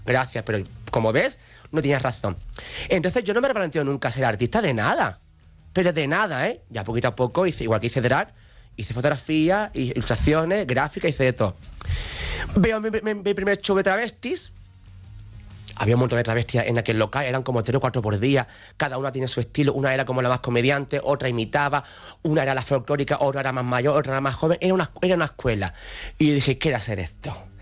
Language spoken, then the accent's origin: Spanish; Andalusia, Spain; Yo el mundo de la Semana Santa no me gusta. Siendo andaluz no me gusta.